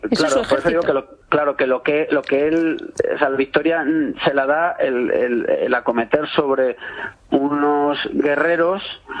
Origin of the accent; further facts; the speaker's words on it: Cuenca, Castilla-La Mancha, Spain; En mi pueblo, en Cuenca estoy.